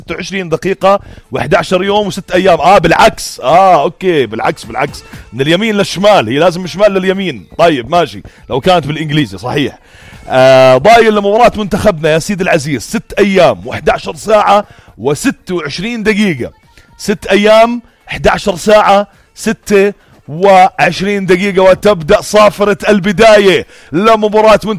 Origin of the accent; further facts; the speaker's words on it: Jordan; اللي موجودة عندنا بالأردن، وإشي بنعتز فيه من بداية تأسيس دولة الأردن من زمان وإحنا صغار بالتسعينات والثمانينات